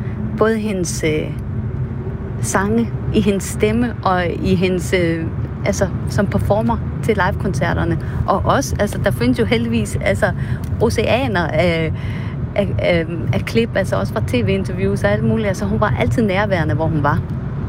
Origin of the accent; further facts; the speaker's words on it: North Denmark Region, Denmark; en flække i Vendsyssel, hvor jeg voksede op